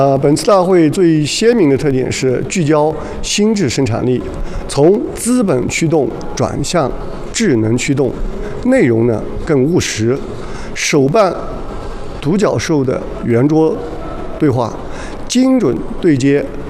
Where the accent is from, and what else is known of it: Yunnan, China